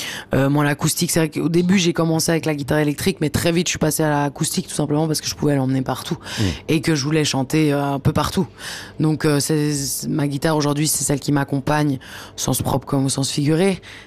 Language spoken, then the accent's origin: French; Switzerland; pour nous en tant que Suisse.